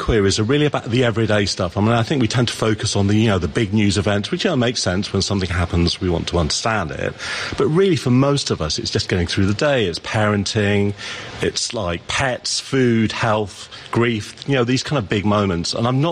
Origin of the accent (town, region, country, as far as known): England, United Kingdom; born or raised there